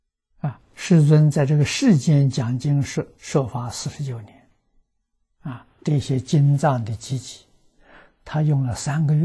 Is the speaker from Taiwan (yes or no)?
no; China; 我们中国人呢，算文字是算字数算的